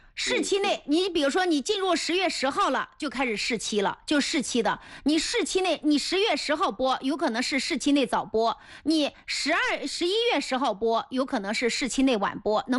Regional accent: northern China, China; 俺是北方人

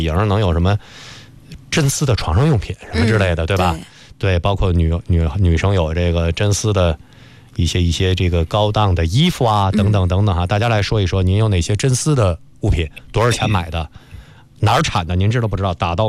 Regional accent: China; 你最我们中国人很熟悉的什么《一千零一夜》，

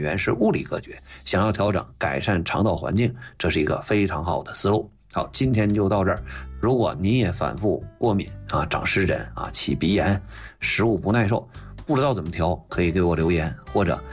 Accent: China

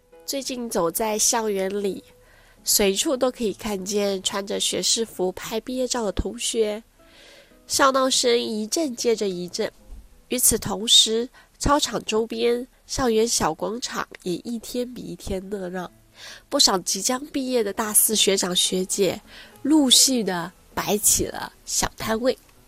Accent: Taiwan; 我也忍不住想起小时候在台湾高中读书的日子。

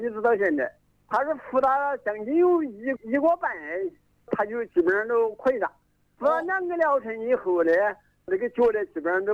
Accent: China; 我是中乡市南湖刘桥山的，

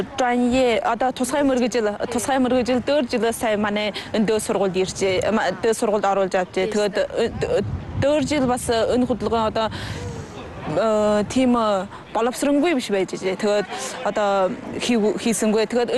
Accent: Hulunbuir, Inner Mongolia, China; Тэгээ Хүлэнбэр хотын өвөн хөшөөнэй шинхэн самар нутагтай.

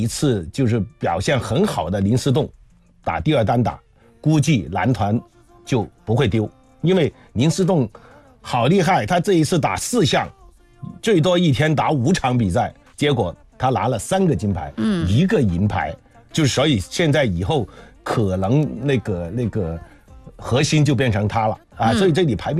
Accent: Guangzhou, Guangdong, China; accent: Cantonese-accented Mandarin (广普); Chinese is a second language; 就是广州人啊，

